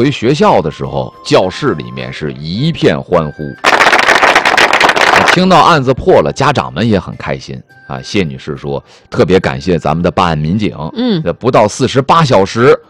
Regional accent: Liaoning, China; moved away; 你150株玉米就在我们老家辽宁，到这个季节，很多城市晚上啊，你到夜市上就专门有烤苞米。

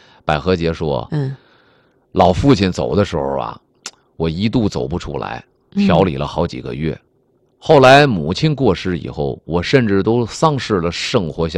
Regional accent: China

